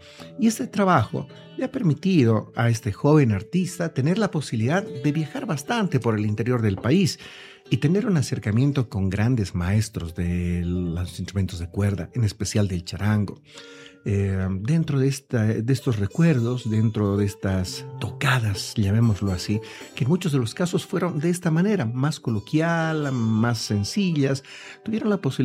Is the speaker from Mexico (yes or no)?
no; Bolivia